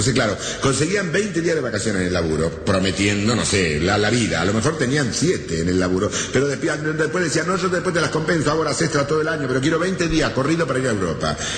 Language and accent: Spanish; Argentina; lo boludo que somos los argentinos.